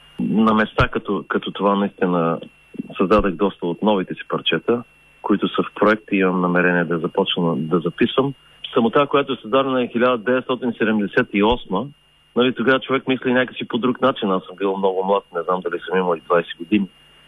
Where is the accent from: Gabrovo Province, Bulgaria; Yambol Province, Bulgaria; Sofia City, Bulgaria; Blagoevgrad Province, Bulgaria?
Blagoevgrad Province, Bulgaria; Gotse Delchev; also born or lived in Flensburg, Germany; Аз съм от Гоце Делчев и тъй като се прибрах тук заради майка ми да съм по-близо до нея